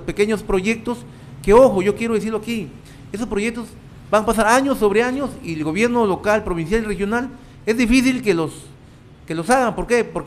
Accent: Malingas, Piura, Peru; mi pueblo de Malingas

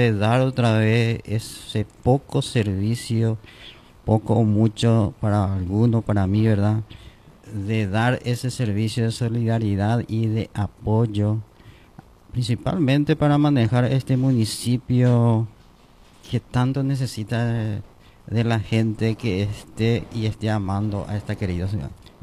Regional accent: Fram, Itapúa, Paraguay; born there; como frameño, como dije la última vez, nací en Fran y Fran me dio todo.

